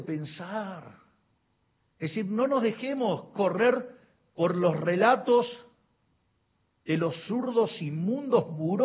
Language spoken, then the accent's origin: Spanish; Argentina; Nosotros que somos tan argentinos